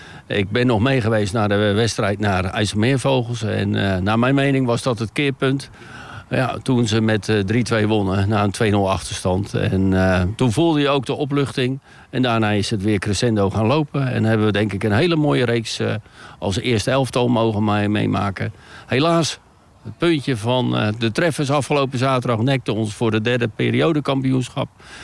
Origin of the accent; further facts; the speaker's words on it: Rijnsburg, South Holland, Netherlands; also born or lived in Kampen / Katwijk; now in Noordwijk, Netherlands; Ik ben in Rijnsburg opgegroeid. Ik ben niet in Rijnsburg geboren, maar wel een echte ui. En dat is omdat ik in Kampen ben geboren. Dus dan ben je kamper ui. Ik heb jarenlang, 20 jaar nu, in Katwijk gewoond.